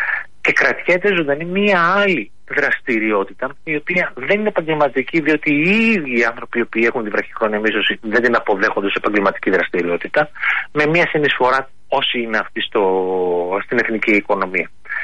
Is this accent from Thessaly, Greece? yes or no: no; Drama, Eastern Macedonia and Thrace, Greece; Εγώ είμαι από τη Δράμα, εσείς από την Αθήνα, το ξέρετε καλύτερα.